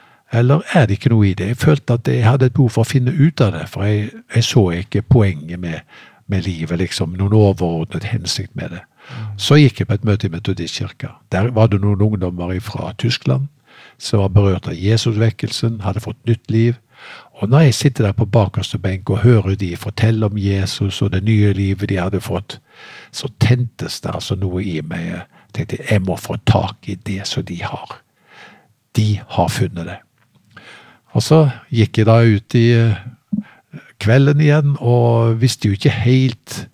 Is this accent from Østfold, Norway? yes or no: no; Haugesund, Rogaland, Norway; Ja, jeg kommer jo da fra Haugesund opprinnelig, selv om dialekten litt avslept med årene, for jeg har bodd mange steder, så det Haugesund som fødebyen.